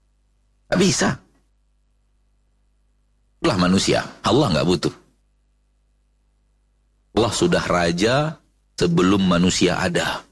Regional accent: Pekanbaru, Riau, Indonesia; Kita orang Pekanbaru, orang Riau, dan Sumatera secara umum

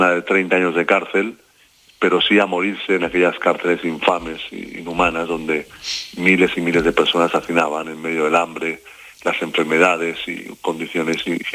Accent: Valencian Community, Spain; en los periódicos de mi tierra, Información y Levante

